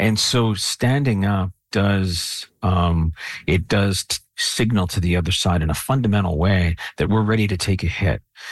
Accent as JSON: {"language": "English", "country": "Canada", "said": "I'm Canadian."}